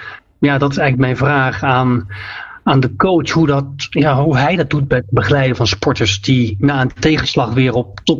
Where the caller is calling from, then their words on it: Utrecht, Netherlands; Utrecht. Ja, ik woon in Utrecht.